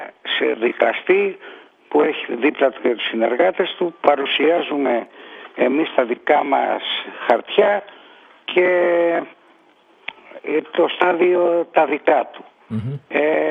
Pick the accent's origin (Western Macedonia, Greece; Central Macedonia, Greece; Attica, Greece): Attica, Greece; Piraeus; εγώ που είμαι Πειραιώτης Βέρα.